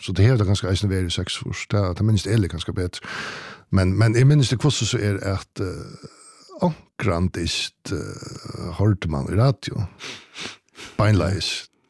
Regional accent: Denmark; du förstår inte hur det skötte där trots att jag är dansk.

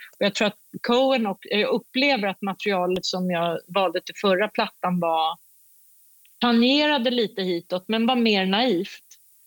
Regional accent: Sweden; Jag är en svensk kvinna.

